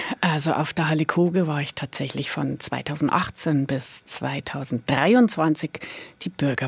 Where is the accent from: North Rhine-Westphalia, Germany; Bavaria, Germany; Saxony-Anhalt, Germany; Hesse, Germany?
Bavaria, Germany; Ismaning; also born or lived in Munich; Gebürtig in München, aufgewachsen in Ismaning. Aber der strenge Bayer wird leicht den Finger heben und sagt, naja, das mit den Bayern, das, die 6 bis 28 Generationen vorher aus Bayern, die kann ich leider nicht vorweisen.